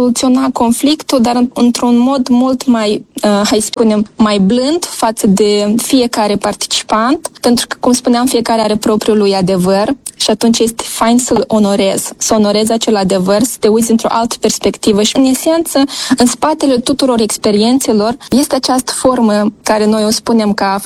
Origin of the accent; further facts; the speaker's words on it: Moldova; moved away as an adult; also born or lived in Chișinău, Moldova; now in Brașov, Romania; M-am născut la Chișinău și chiar iubesc foarte mult Moldova. Am copilărit în nordul Moldovei și în centrul Moldovei și simt că acolo sunt originile mele. Și de mai bine de 8 ani locuiesc la Brașov și Brașov tot este un oraș de suflet.